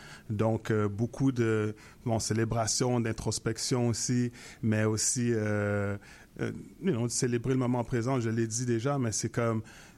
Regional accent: Montreal, Quebec, Canada; born there; first language Haitian Creole; French is a second language; je suis né à Montréal de parents d'origine haïtienne, puis bon, à la maison, c'était créole haïtien qui était qu'on communiquait, et puis après, bon, j'étais à l'école en français

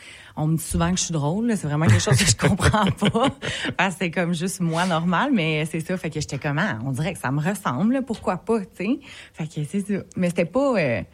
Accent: Saint-Bruno-de-Montarville, Quebec, Canada; Saint-Bruno de Montarville.

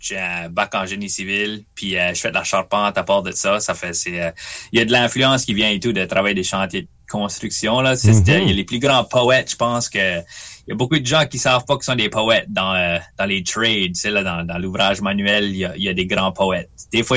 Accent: Memramcook, New Brunswick, Canada; c'est des histoires de du monde de Memram Cook, de mon village natal.

